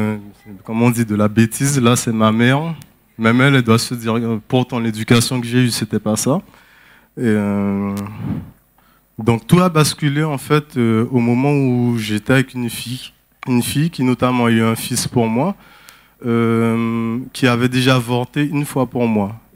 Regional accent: French Guiana, France; born there

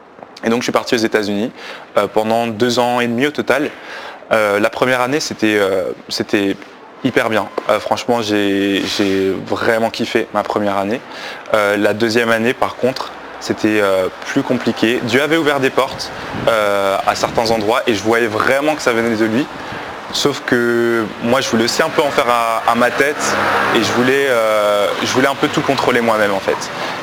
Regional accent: Belgium; Donc j'ai grandi en Belgique, du coup, voilà, j'ai une enfance assez normale avec ma famille qui est chrétienne

